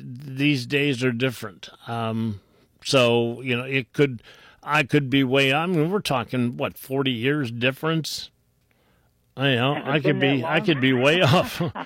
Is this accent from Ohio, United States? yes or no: yes; Ohio, United States; For me, this was my Northeast Ohio. It was my hometown